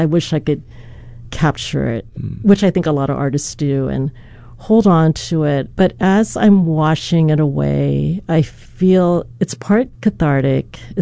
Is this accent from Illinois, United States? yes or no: no; Hawaii, United States; I grew up in Manoa Stream, trying to build canoes that I always sank with my cousins, and hiking and swimming.